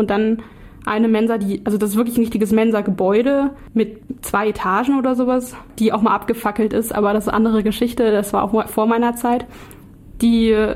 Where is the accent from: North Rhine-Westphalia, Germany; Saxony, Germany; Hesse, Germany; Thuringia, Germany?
Thuringia, Germany; Erfurt; Also ich bin zwar in Erfurt groß geworden